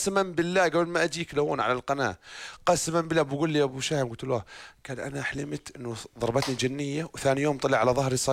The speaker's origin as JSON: {"language": "Arabic", "country": "Jordan", "said": "عندنا في الاردن"}